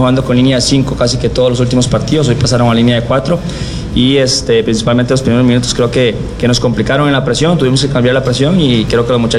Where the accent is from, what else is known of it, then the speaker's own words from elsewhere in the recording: Costa Rica; nosotros somos un país que no tiene ejército y nosotros de cierta manera somos el ejército de Costa Rica dentro de la cancha